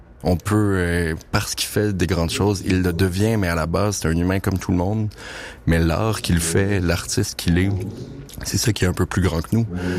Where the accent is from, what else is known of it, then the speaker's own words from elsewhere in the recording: Montreal, Quebec, Canada; Bonjour tout le monde … je viens de Montréal.